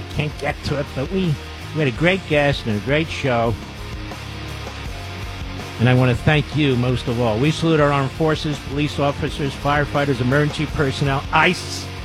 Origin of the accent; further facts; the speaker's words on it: Philadelphia, Pennsylvania, United States; I can't really put it in my hometown of Philadelphia.